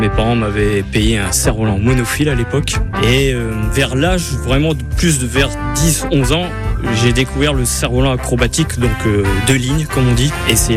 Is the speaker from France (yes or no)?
yes; Lille, Hauts-de-France, France; En fait, je suis lillois.